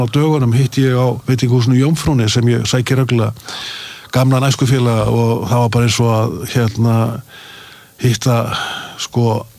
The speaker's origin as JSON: {"language": "Icelandic", "town": "Akureyri", "region": "Northeastern Region", "country": "Iceland", "tie": "born or raised there", "said": "En sko, að alast upp á Akureyri á þessum tíma í öllum þessum snjóalögum var alveg gríðalegt ævintýri."}